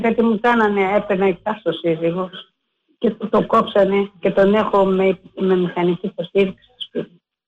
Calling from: Piraeus, Attica, Greece; από Πειραιά.

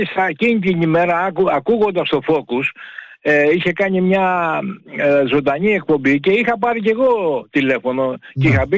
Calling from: Kalamata, Peloponnese, Greece; Να σας ευχαριστήσω σαν Καλαματιανός και Μεσσίνιος

